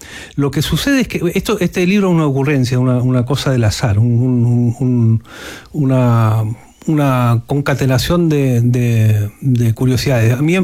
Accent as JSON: {"language": "Spanish", "country": "Chile", "also_born_or_lived": "Bremen, Germany", "moved": "yes", "said": "me fui yo. Se fueron mis padres después del golpe, como tantos chilenos. Y acabamos en Alemania, en Bremen."}